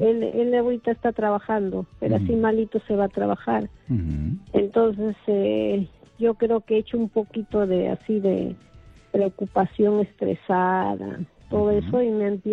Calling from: Lima, Peru

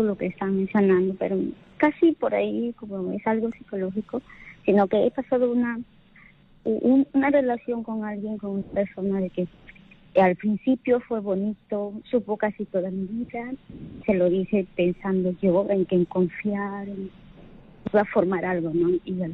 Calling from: Huacho, Lima, Peru; soy de Huacho.

